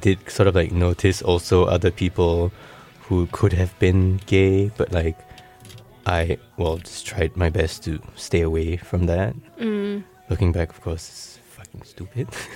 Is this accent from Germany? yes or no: no; Singapore; growing up in Singapore